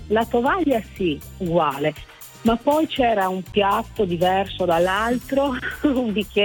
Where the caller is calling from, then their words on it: Verona, Veneto, Italy; io a Verona, sono di Verona